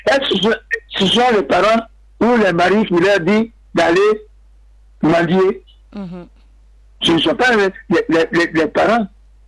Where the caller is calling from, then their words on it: San Pedro, Bas-Sassandra, Côte d’Ivoire; Je suis de passage à Abidjan, mais je vis à San Pedro, quartier de Toulay.